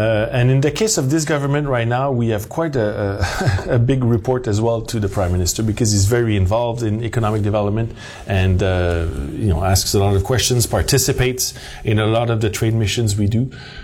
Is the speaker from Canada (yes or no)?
yes; Montreal, Quebec, Canada; So I was born and raised in Montreal.